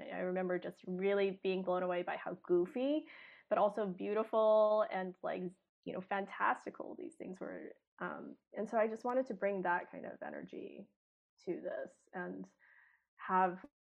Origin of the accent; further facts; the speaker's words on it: Hong Kong; when I was growing up in Hong Kong